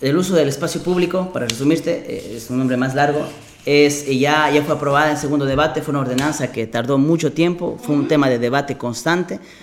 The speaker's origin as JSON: {"language": "Spanish", "town": "Sucúa", "region": "Morona Santiago", "country": "Ecuador", "said": "Nosotros somos Sucúa, paraíso de la Amazonía, no paraíso amazónico, paraíso de la Amazonía, una ciudad muy bonita"}